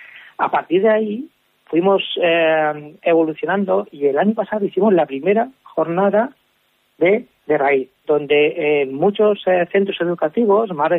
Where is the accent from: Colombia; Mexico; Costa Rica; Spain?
Spain; Consuegra, Castilla-La Mancha; yo soy de Consuegra